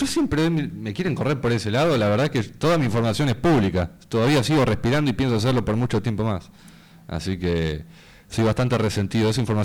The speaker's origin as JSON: {"language": "Spanish", "region": "Buenos Aires Province", "country": "Argentina", "said": "fíjate si soy medio del conurbano. Es decir, soy vecino de Insaurralde, soy vecino de Aníbal Fernández, fui vecino"}